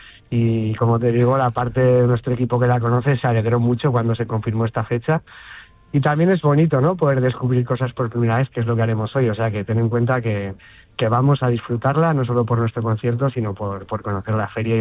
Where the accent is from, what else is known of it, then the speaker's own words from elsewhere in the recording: Pamplona, Navarre, Spain; nosotros somos de Pamplona